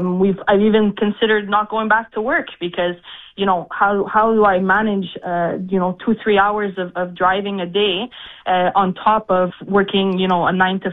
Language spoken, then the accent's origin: English; Quebec, Canada; which I grew up in the West Island, I don't remember ever having this kind of traffic on a regular basis.